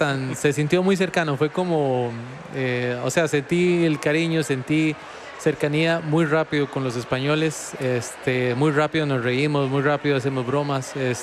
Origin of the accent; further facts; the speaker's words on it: Costa Rica; no, que yo soy tico